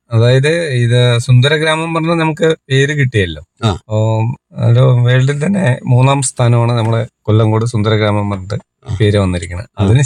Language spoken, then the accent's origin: Malayalam; Edachera, Kerala, India; ആ, ജനിച്ചു വളർന്ന ഇവിടുന്ന് ഒരു എടച്ചറ പറഞ്ഞ സ്ഥലത്താണ് ഞാന് ജനിച്ചത്.